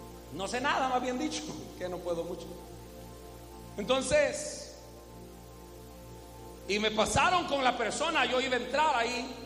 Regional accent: El Salvador; Soy indio salvadoreño

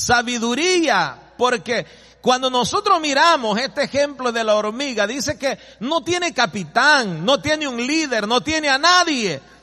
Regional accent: El Salvador; moved away as an adult; now in United States; de lo que yo ganaba en El Salvador para venirme para los Estados Unidos. En el 97, 98, lo que yo ganaba allá.

